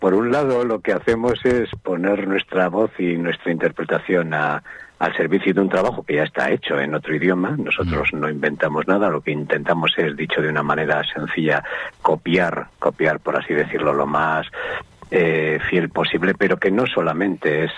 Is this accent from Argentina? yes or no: no; Castro Urdiales, Cantabria, Spain; Claro, yo soy de Cantabria, soy de Castrurdiales, y a través de unas personas pues me enteré que en el País Vasco